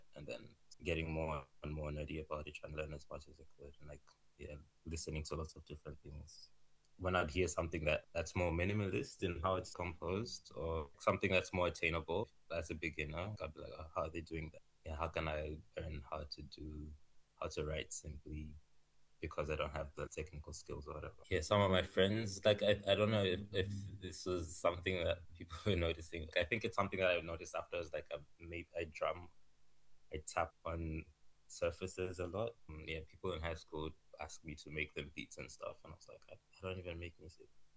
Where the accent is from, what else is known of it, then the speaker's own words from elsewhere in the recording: Malawi; moved away as an adult; Yeah, so I'm Zambian. Both my parents are Zambian, and then I grew up in Malawi. I moved here when I was 19 or 20.